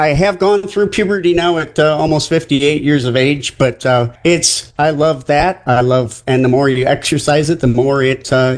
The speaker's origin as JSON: {"language": "English", "town": "Coldwater", "region": "Michigan", "country": "United States", "tie": "born or raised there", "also_born_or_lived": "Bronson, Michigan", "said": "I am a lifer in the Coldwater, Michigan area. I was born and raised in Coldwater and have never ventured too far from here"}